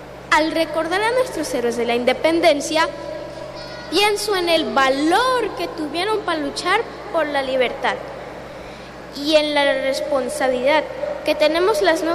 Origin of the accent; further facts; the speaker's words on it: Tabasco, Mexico; Yo, como niña mexicana y tabasqueña